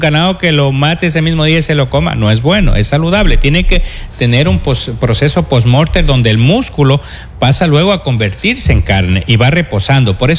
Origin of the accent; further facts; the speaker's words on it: Ecuador; eso es nuestra idiosincrasia como ecuatorianos.